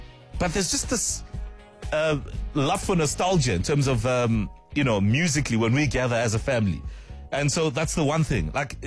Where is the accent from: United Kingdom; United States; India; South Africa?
South Africa; And that is the one thing that we as South African families all have in common.